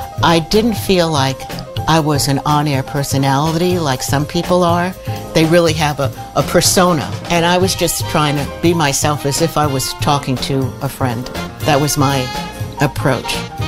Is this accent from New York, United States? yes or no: yes; New York City, New York, United States; moved away as an adult; now in Los Angeles, United States; I was born in 1954 in New York City. New York was a great place to grow up because you were exposed to so much culture.